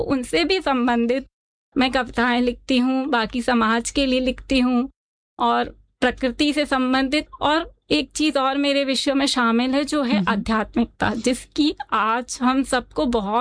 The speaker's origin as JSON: {"language": "Hindi", "town": "Kanpur", "region": "Uttar Pradesh", "country": "India", "said": "और मैं basically UP Kanpur की रहने वाली हूँ."}